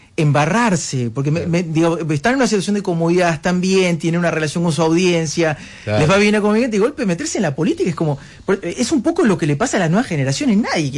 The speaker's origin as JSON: {"language": "Spanish", "region": "Córdoba", "country": "Argentina", "said": "Yo soy una persona que vengo del interior, no vengo del AMBA. Pero cuando vos vas al interior, soy de Córdoba."}